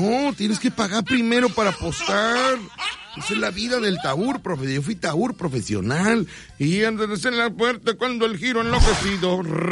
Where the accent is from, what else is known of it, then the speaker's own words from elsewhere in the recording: Mexico; Soy puro mexicano